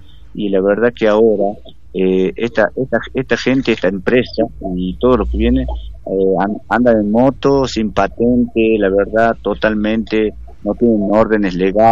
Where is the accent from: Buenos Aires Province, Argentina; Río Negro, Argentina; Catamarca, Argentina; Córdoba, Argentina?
Catamarca, Argentina; nos ve como que no somos argentinos, como que no somos de Catamarca